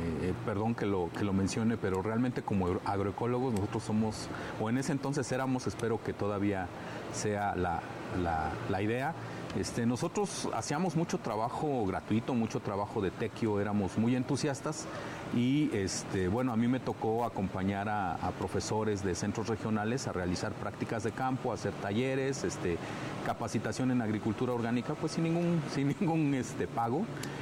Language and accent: Spanish; Mexico City, Mexico; En la Ciudad de México yo pues soy chilango campesinista